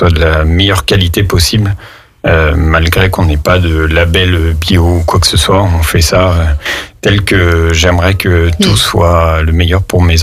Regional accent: Bourgogne-Franche-Comté, France; now in Savoie, France; moi je suis de Bourgogne, je me suis installé en Savoie

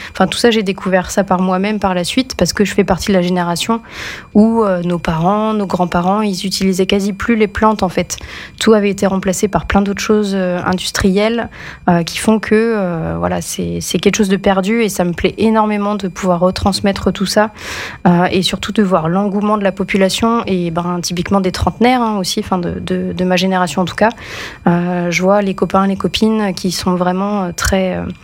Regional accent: Grand Est, France; accent: Ardennes; now in Drôme, France; je suis pas originaire de la Drôme du tout. Peut-être certains reconnaîtront mon accent ardennais

